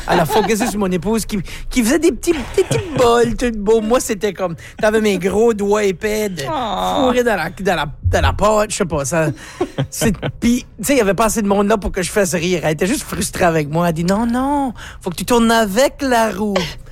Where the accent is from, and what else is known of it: Acadia, Canada